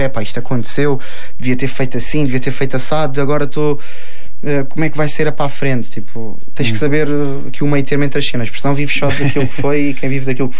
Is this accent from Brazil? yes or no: no; Faro, Portugal; Pá, eu sou farense, sou algarvio, eu respiro o Algarve, eu adoro a minha terra, adoro a minha zona, adoro as pessoas daqui, adoro a nossa maneira de falar.